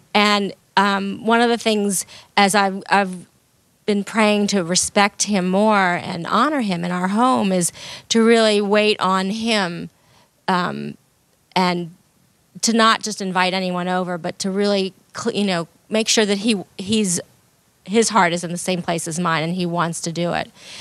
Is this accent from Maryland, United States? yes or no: no; New York City, New York, United States; but I grew up in New York City, and we had a tiny kitchen